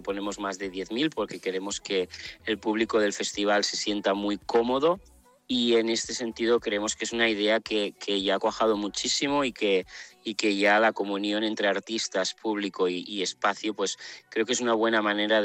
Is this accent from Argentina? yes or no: no; Vilanova i la Geltrú, Catalonia, Spain; nosotros somos de Vilanova y la Geltrú. Crecimos en Vilanova y la Geltrú y nos encanta hacer festivales en nuestra ciudad.